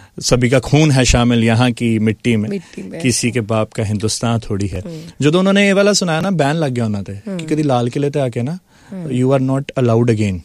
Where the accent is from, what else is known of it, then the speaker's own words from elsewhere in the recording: Jalandhar, Punjab, India; ਅਸੀਂ ਜਲੰਧਰ ਦੇ ਆ